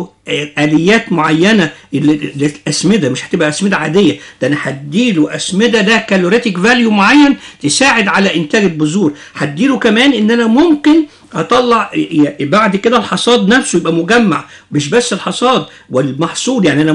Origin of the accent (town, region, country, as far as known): Egypt